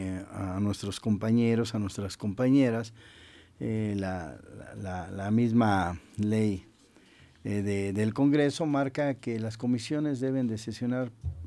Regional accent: Puebla, Mexico; como mexicanos, como poblanos

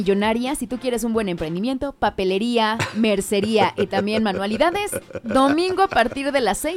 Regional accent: Mexico; como buen mexicano lo dejas todo al último.

